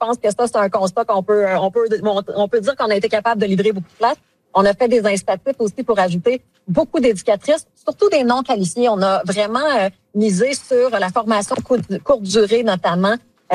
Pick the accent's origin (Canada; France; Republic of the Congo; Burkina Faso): Canada; Quebec; on a la population la plus vieillissante chez nous en Gaspésie, particulièrement dans la baie des Chaleurs.